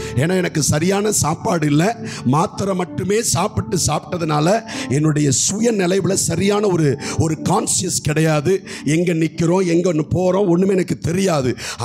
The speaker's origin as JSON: {"language": "Tamil", "country": "India", "tie": "born or raised there"}